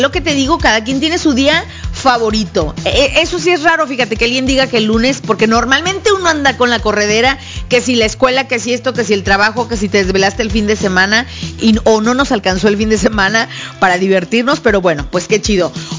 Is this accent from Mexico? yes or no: yes; Mexico; viva México, así con toda la enjundia del mundo, que se note que somos mexicanos, que se note que tenemos la bandera más bonita del mundo mundial